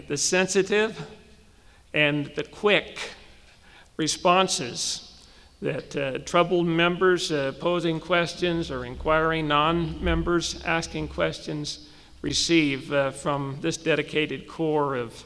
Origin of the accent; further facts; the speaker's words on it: Ephraim, Utah, United States; Growing up in Ephraim in Sanpete County, I was acquainted and then only casually with four non-Mormons